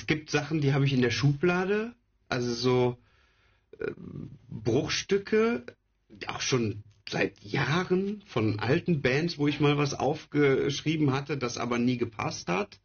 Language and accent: German; Germany; wenn ich als Deutscher englische Texte schreibe